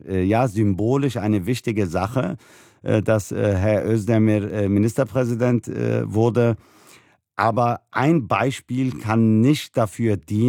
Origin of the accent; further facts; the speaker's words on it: Germany; egal wo ich auf der Welt bin, wenn ich gefragt werde, wo ich herkomme, sage ich immer, ich bin Deutscher. Nur hier in Deutschland ist das, ja, nur hier kann ich das nicht so ganz machen.